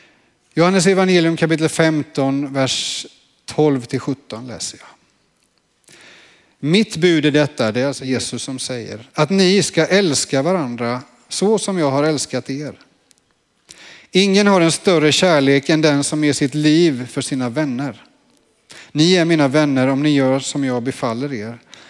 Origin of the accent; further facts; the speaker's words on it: Jönköping, Jönköping County, Sweden; jag växte upp i Jönköping, är det som då hette Missionskyrkan, det som nu heter Ekumeniakyrkan.